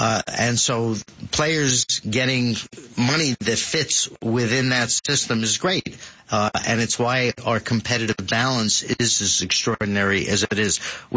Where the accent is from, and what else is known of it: New York, United States; born or raised there